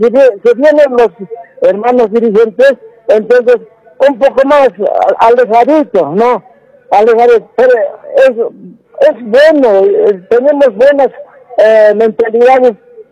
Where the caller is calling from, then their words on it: La Paz, Bolivia; de La Paz.